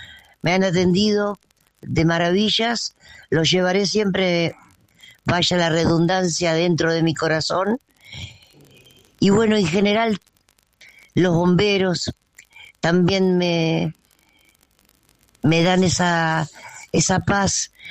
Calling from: Buenos Aires, Argentina; de Villa Urquiza.

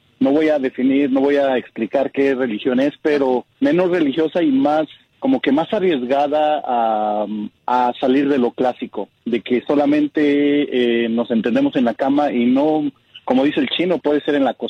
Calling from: Chicago, Illinois, United States; Los escucho desde Chicago, aquí en el trabajo.

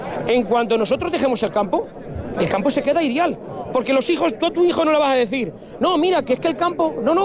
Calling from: Toledo, Castilla-La Mancha, Spain; De Toledo.

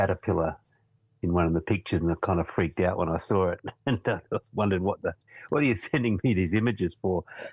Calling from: Northcote, Victoria, Australia; I should have been more specific. It's in Northcote in Victoria.

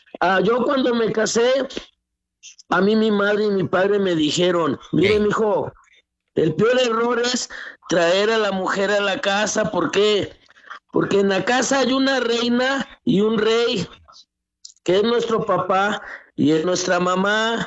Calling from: San Francisco del Rincón, Guanajuato, Mexico; De San Francisco del Rincón, Guanajuato.

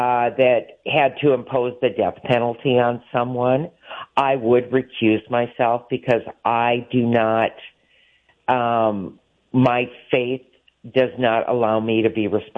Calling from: Minnesota, United States; I'm calling from Minnesota

